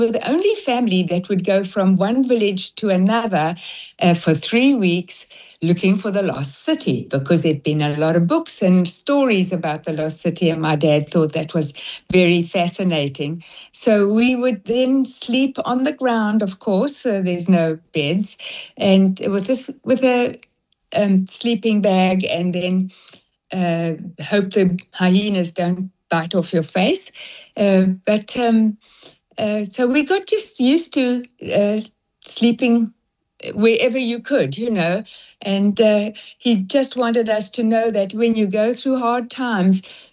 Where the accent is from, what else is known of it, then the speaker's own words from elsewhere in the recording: Regina, Saskatchewan, Canada; now in South Africa; my parents were adventurers. That's why we moved to South Africa from Regina, Saskatchewan in Canada. People don't even know where that is.